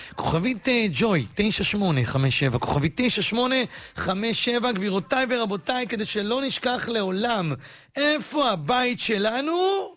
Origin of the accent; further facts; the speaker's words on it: Bat Yam, Tel Aviv District, Israel; moved away as an adult; now in Rishon LeZion, Israel; אני גדלתי בבת ים, התחנכתי בבת ים, אמא שלי ואחותי והאחיינית שלי ואני, ליבי בבת ים, הייתי בבלפור ובעמידר, וגדלתי בראשונים, ולמדתי באורט הבונים, ואני אוהב את בת ים, אני אומנם כבר 20 שנה פלוס בראשון